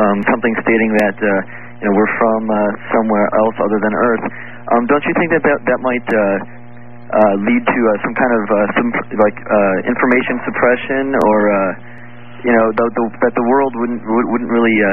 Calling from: Kalamazoo, Michigan, United States; from Kalamazoo, Michigan.

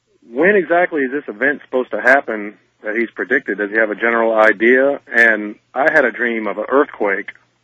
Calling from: Memphis, Tennessee, United States; in Memphis, Tennessee.

